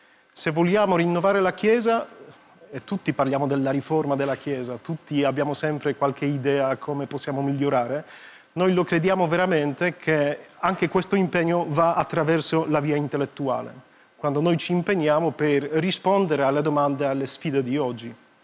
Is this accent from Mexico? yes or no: no; Poland; now in Rome, Italy; Io sono dalla Polonia, dunque Papa Giovanni Paolo II diceva che è un paese lontano, no? Mm. Però quando sono arrivato qua a Roma